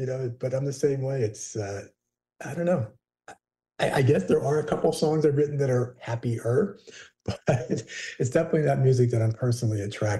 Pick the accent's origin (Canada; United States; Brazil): United States; New Jersey; I think they liked the idea that I was from New Jersey.